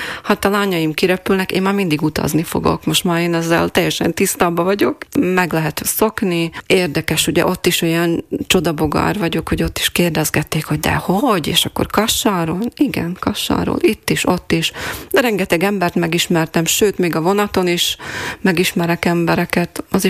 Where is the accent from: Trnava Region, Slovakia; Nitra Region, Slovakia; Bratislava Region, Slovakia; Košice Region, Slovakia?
Košice Region, Slovakia; Moldava nad Bodvou; moved away as an adult; now in Miskolc, Hungary; Igen, Szepsiben nőttem fel. 21 évesen kerültem Kassára. eljöttem táncolni Kassanra, és itt maradtam egészen mostanáig, de négy éve meg már Miskolcra is költöztem.